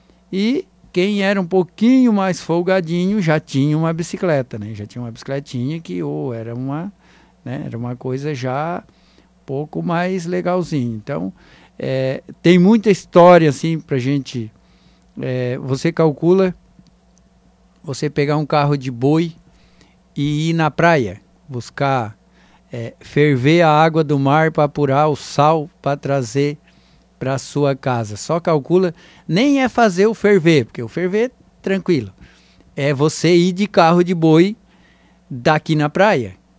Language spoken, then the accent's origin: Portuguese; Ermo, Santa Catarina, Brazil; born there; lá na localidade de Garapuvu, município de Ermo, minha comunidade vizinha lá da minha terra lá.